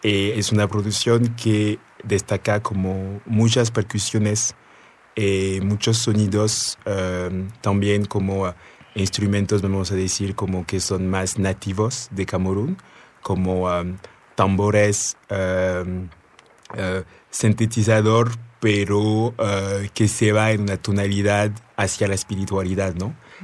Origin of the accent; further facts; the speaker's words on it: France; sí soy francés, pero pues mi sangre es de allá